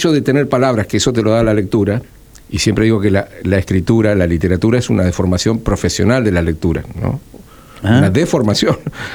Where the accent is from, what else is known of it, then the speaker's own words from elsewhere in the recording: Providencia, Santa Fe, Argentina; moved away as an adult; now in Santa Fe, Argentina; Yo vengo de Providencia, ¿sí? Yo vine a estudiar a la universidad pública, no tenía conocidos en Santa Fe